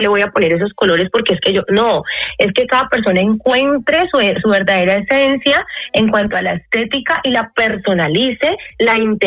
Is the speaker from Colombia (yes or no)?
yes; Cali, Valle del Cauca, Colombia; O sea, yo soy así, una caleña arrebatada, y me gustan los colores así